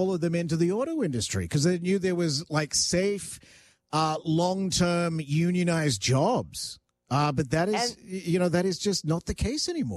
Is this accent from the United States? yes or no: no; Australia; now in Canada; some of the cars that I grew up with in Australia were iconic to Australia.